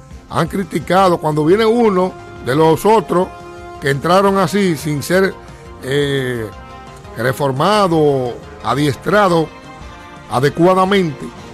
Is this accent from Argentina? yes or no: no; Dominican Republic